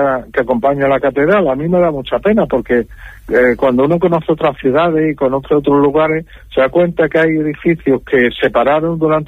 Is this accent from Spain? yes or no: yes; Málaga, Andalusia, Spain; Y yo soy malagueño